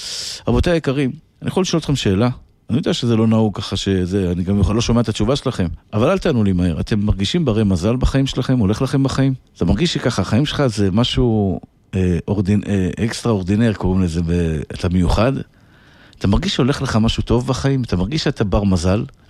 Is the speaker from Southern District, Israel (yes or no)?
no; Tel Aviv, Tel Aviv District, Israel; born there